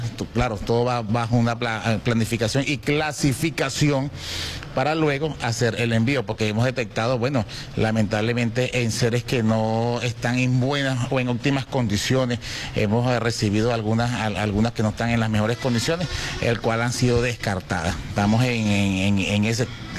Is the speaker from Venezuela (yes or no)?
yes; Guasdualito, Apure, Venezuela; lo que nosotros pues somos, la gente de Guajolito.